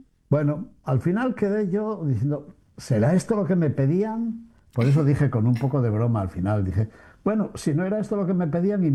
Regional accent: Spain; me he dedicado a ir siguiendo lo que está haciendo el Papa en mi país, en España.

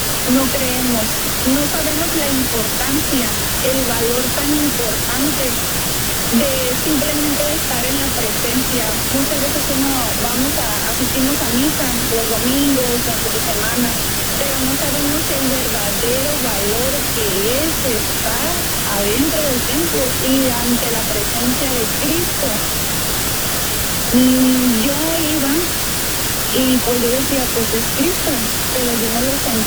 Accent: Navojoa, Sonora, Mexico; now in Mexicali, Mexico; Soy originaria de Navajo, Sonora, pero vivo en Mexicali. Ahí residía mi papá, mi esposo, todos ahí están.

